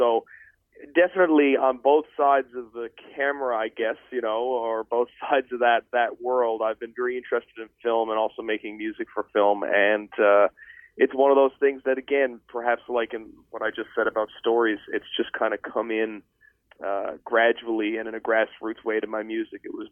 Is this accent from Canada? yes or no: yes; Newfoundland and Labrador, Canada; I grew up in Newfoundland